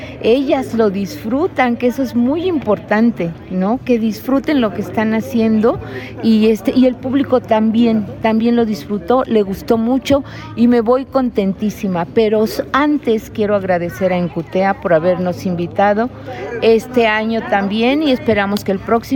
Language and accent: Spanish; Altotonga, Veracruz, Mexico; somos foráneos, ya que venimos de Altotonga, Veracruz